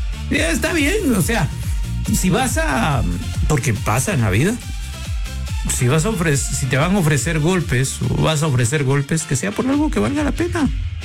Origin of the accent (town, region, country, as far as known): Guatemala